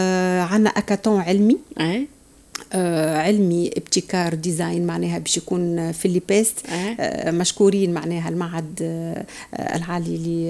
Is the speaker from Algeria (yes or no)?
no; Tunisia; الموروث الثقافي المادي ولا مادي اللي عندنا في تونس،